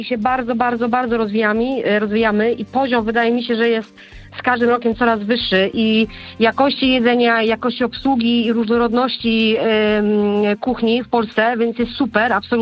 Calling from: Poznań, Greater Poland Voivodeship, Poland; ja jestem z Poznania

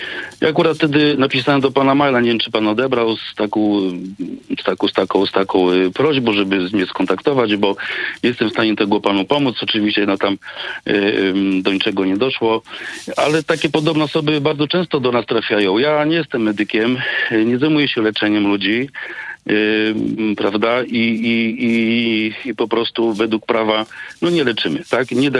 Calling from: Gorzów Wielkopolski, Lubusz Voivodeship, Poland; Dzwonię z Gorzowa.

